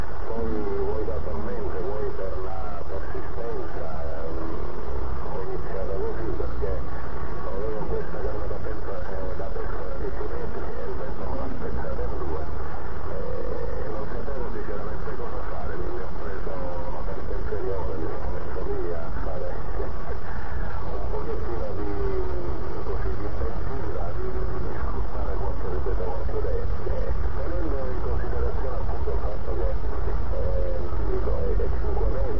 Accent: Palermo, Sicily, Italy; io sono di Palermo

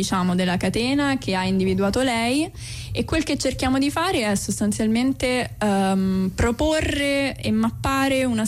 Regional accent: Rome, Lazio, Italy; moved away as an adult; also born or lived in London; nessuno di noi vive nello stesso posto da cui proviene, tranne me, che okay. sono di Roma e vengo da Roma

